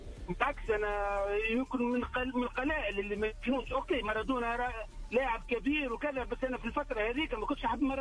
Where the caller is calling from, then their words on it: Tunisia; وقتها كنت صغير عمري 5 سنوات وأنا تونسي